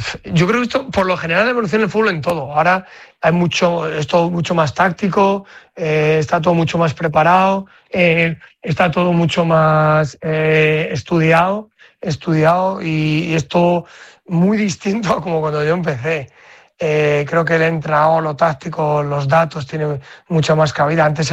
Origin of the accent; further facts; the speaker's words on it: León, Castile and León, Spain; como buen cazurro leonés